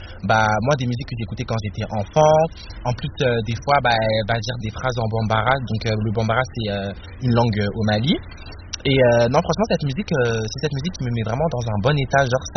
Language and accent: French; Guinea; moi, je suis guinéen